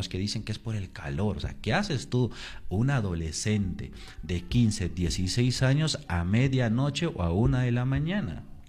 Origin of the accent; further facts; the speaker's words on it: Chumbivilcas, Cusco, Peru; yo también soy chumbivilcano, es una tierra maravillosa, a mí me encanta mi tierra